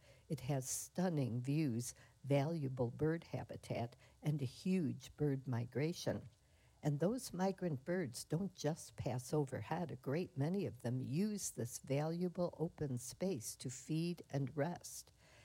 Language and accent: English; Chicago, Illinois, United States; now in Duluth, United States; I grew up in Chicago